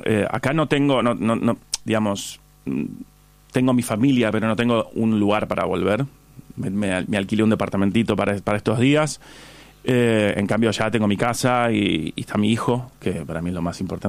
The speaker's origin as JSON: {"language": "Spanish", "region": "Buenos Aires", "country": "Argentina", "tie": "born or raised there", "said": "De acá, de Ravignani al 2069."}